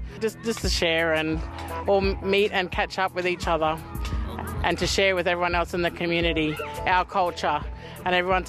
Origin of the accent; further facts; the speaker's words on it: Wadeye, Northern Territory, Australia; now in Darwin, Australia; I'm from Wadeh, but I live in Darwin.